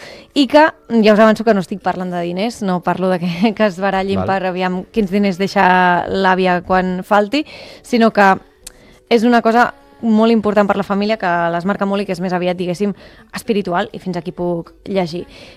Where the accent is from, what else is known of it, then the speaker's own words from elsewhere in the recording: Martorell, Catalonia, Spain; jo sí, soc de Martorell, però tampoc és que vingui de l'altra punta del món.